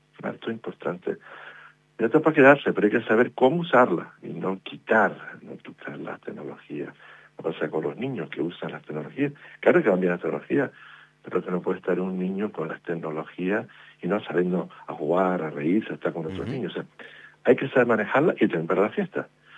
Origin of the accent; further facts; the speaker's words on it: Teror, Canary Islands, Spain; Somos canarios, en este caso somos de Teror